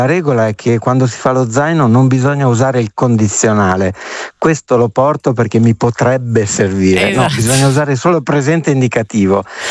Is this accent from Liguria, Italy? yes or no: yes; La Spezia, Liguria, Italy; born there; sono nato a La Spezia